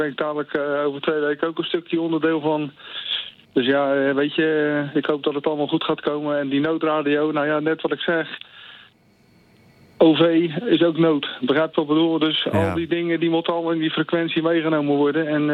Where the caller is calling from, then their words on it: Rotterdam, South Holland, Netherlands; ik ben een Rotterdammer, pure Rotterdammer.